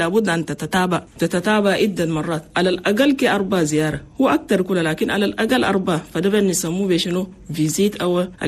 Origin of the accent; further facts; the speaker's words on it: Chad; لأن نحن عندنا في تشاد نسبة موت عن الأمهات